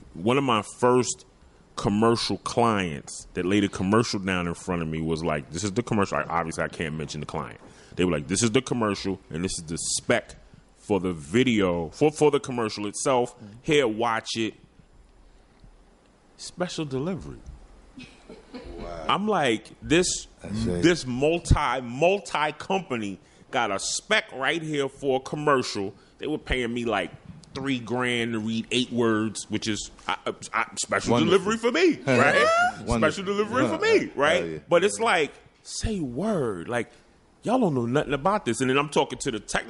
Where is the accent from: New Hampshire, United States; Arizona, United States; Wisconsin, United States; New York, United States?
New York, United States; I'm from Queens, New York.